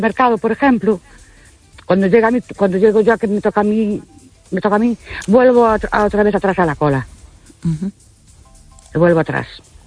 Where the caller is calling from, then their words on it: Ourense, Galicia, Spain; Buenas noches … de Orense.